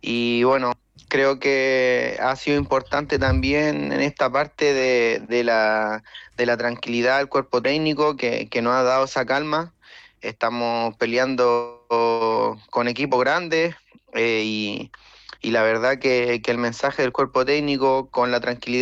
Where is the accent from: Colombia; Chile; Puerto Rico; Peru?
Chile; Quillota, Valparaíso; Sí, soy de Quillota.